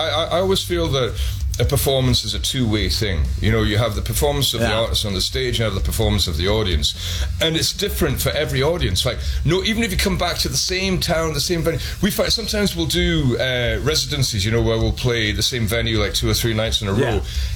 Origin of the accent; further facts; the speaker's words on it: United Kingdom; accent: mixture of Geordie and Glasgow; also born or lived in Newcastle upon Tyne, United Kingdom / Glasgow, United Kingdom; now in Paris, France; So my accent is a weird accent. I've got a mixture of Geordie, which is the northeast of England, and Glasgow, which is the west coast of Scotland.